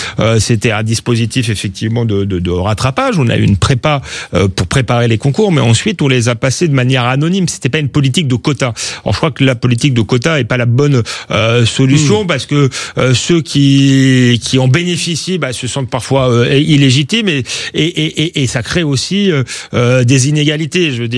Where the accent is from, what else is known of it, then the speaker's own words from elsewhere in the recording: Épinay-sur-Seine, Île-de-France, France; je suis pas d'un milieu pauvre, mais en tout cas d'un milieu modeste. J'ai grandi en banlieue, à Épinay-sur-Seine. Mes parents étaient petits commerçants.